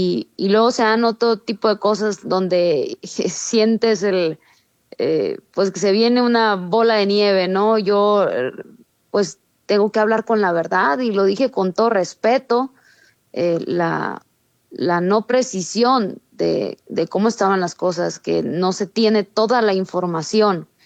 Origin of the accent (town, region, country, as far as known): Sinaloa, Mexico